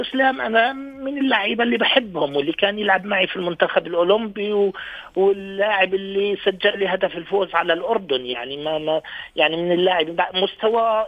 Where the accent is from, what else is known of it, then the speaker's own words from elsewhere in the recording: Palestine; وفخر لإنا كفلسطينيين